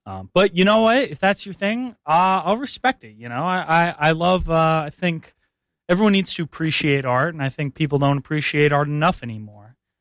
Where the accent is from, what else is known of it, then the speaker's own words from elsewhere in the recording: Tennessee, United States; I love being North American. I love being American. So awesome, you know? You think about American music, American culture, all of it, you know? Especially as a Tennessean.